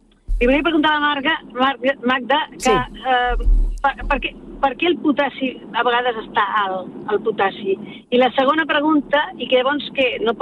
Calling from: Vilafranca del Penedès, Catalonia, Spain; sóc de Vilafranca

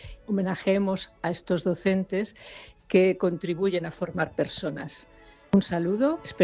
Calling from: Zaragoza, Aragon, Spain; de Zaragoza.

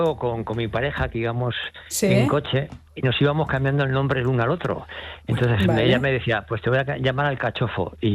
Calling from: Madrid, Community of Madrid, Spain; De Madrid.

